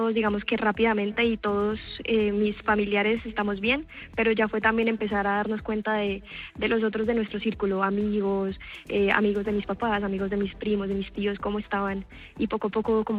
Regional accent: Pereira, Risaralda, Colombia; now in Cali, Colombia; yo soy corresponsal en Cali, pero soy pereirana. Toda mi familia está en Pereira y en Armenia, es decir, en el eje cafetero.

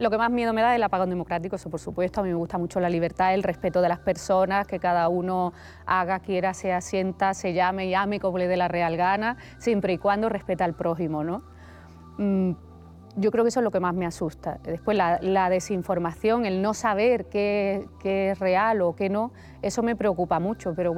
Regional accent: Andalusia, Spain; Yo, como andaluza, nunca me he sentido discriminada ni en Cataluña, ni en el País Vasco, ni en Galicia.

